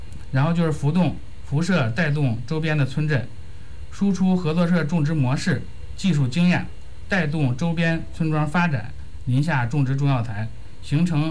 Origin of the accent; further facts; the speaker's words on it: Chengde, Hebei, China; 我是土生土长的本地人，亲眼见证过过去村子的贫穷落后